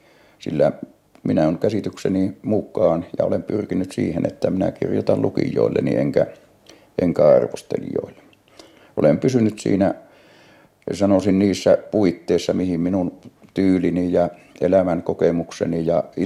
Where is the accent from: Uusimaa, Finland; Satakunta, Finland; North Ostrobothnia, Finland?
North Ostrobothnia, Finland; born there